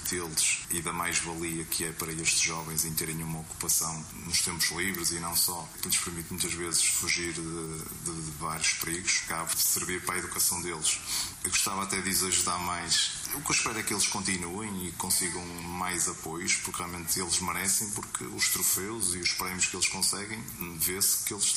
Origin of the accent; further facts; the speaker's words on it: Alpendurada, Norte, Portugal; quando dizemos que somos de Alpendurada